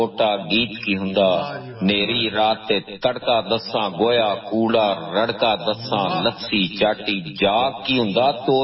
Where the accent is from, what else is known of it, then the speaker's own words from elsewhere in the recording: Punjab, Pakistan; میں پنجابی دے وچ لکھنا جی، اردو لکھ سکدا لیکن میں پنجابی ہاں، میں پنجابی دے وچ ہی لکھنا وا